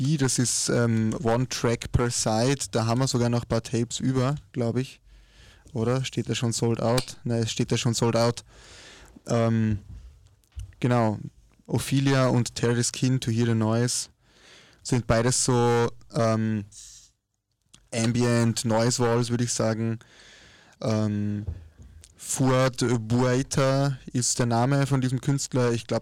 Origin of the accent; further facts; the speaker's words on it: Vorarlberg, Austria; moved away as an adult; now in Vienna, Austria; ich habe Klarinette gelernt in Vorarlberg und habe da ewig im Orchester gespielt und in der Militärmusik dann auch über ein Jahr, bevor ich nach Wien gezogen bin.